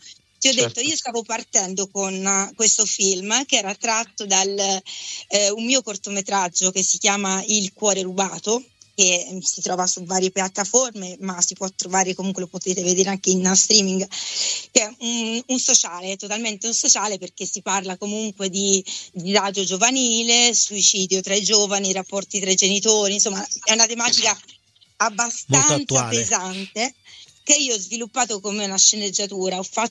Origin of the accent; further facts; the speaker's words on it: Prato, Tuscany, Italy; Poi sono toscana e mi sono poi finita